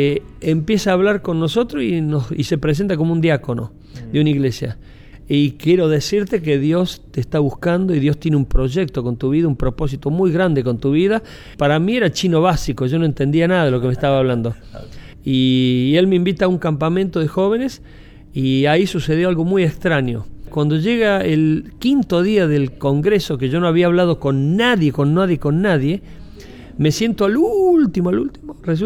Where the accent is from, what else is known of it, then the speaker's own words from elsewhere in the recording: Argentina; Yo soy de Argentina.